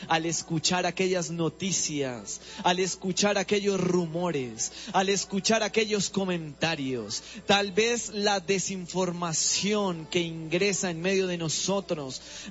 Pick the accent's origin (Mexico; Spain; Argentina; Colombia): Colombia; Padre, hoy queremos unirnos como colombianos a creer que por medio de tu intervención estás sacando fuera todo el temor que se está sembrando en medio de cada colombiano